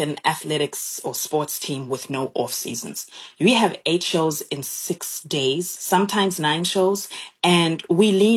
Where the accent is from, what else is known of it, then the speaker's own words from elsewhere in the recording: South Africa; moved away as an adult; now in Spain; I'm from South Africa, born and raised, and I went to Spain 10 years ago to go join the show there.